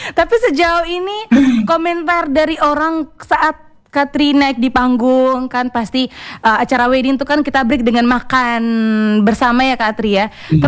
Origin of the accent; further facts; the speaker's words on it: Ende, East Nusa Tenggara, Indonesia; Dari Ende nih Kak Tri.